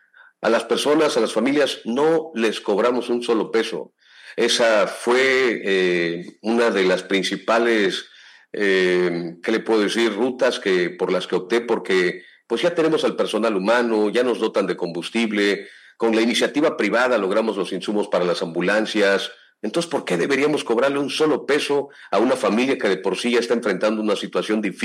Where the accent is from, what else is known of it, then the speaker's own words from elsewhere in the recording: Juchitán, Oaxaca, Mexico; yo soy de Juchitán, vivo, mi madre, mi familia somos de Juchitán